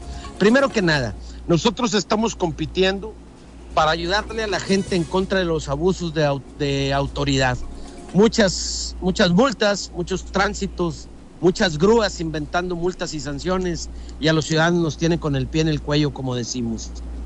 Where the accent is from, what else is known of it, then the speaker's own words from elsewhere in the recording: Monclova, Coahuila, Mexico; Esta es mi región, yo soy de Monclova.